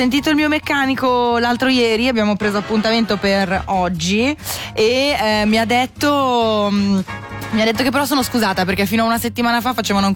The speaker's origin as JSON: {"language": "Italian", "town": "Locarno", "region": "Ticino", "country": "Switzerland", "said": "vengo da Locarno."}